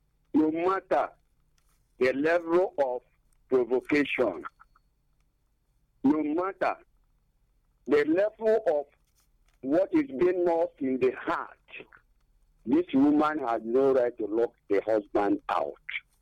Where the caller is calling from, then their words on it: Isoko, Delta, Nigeria; I'm calling from Isoko.